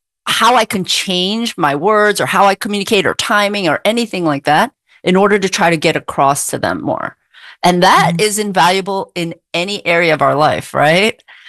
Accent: Philadelphia, Pennsylvania, United States; I was a latchkey kid since I was 8 years old. Like I grew up in Philly, you know, and things like that.

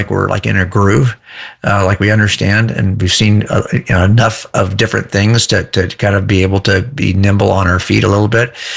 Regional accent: California, United States; I can demonstrate that I'm a Californian by showing you my ID, but don't ask me too many questions about the history, structure, legal systems in California

